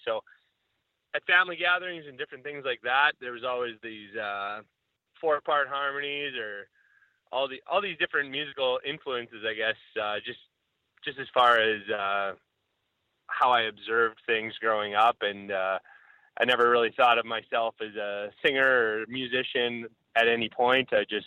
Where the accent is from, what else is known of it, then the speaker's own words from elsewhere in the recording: Delisle, Saskatchewan, Canada; I grew up in Delisle, Saskatchewan